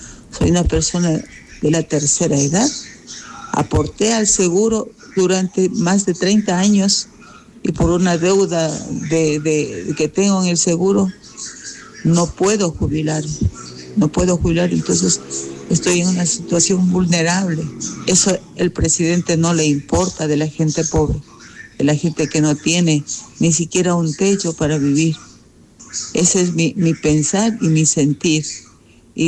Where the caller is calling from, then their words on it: Ecuador; Vivo aquí en Quito. Soy ecuatoriana.